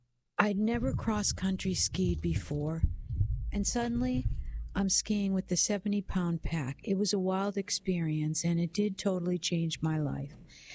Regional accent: Saxtons River, Vermont, United States; I grew up in Saxton's River, Vermont, a teeny tiny little town of 300 people in the Connecticut River Valley. It's very rural

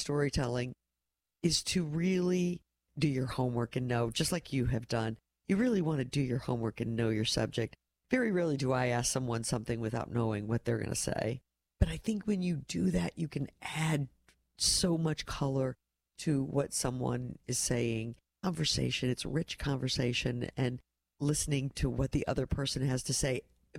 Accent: Missouri, United States

